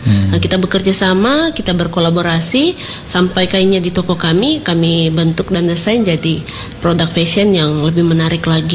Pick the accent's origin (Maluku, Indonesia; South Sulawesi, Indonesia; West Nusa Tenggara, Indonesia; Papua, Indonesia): South Sulawesi, Indonesia; now in Makassar, Indonesia; Saya anak Toraja, tapi gak tinggal di Toraja.